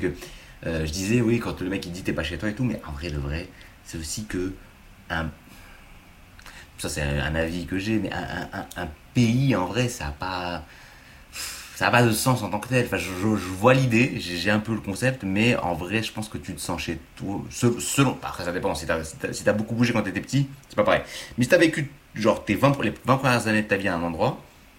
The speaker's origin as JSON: {"language": "French", "country": "France", "tie": "born or raised there", "said": "Alors, c'est la France, j'ai grandi dans un environnement qui fait que vraiment c'est chez moi."}